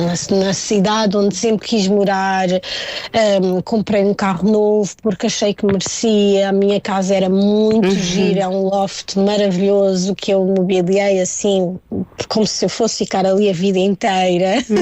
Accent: Portugal; moved away; mas mesmo porque eu às vezes penso em inglês, mas ainda sou portuguesa, não é?

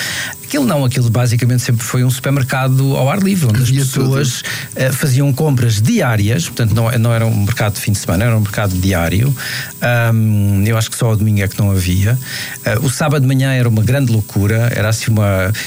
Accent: Caldas da Rainha, Leiria, Portugal; moved away as an adult; now in Lisbon, Portugal; Eu nasci e fiquei nas Caldas até aos 18 anos e depois vim estudar para a universidade cá. Mas a minha infância e adolescência e princípio de idade adulta foi toda nas Caldas.

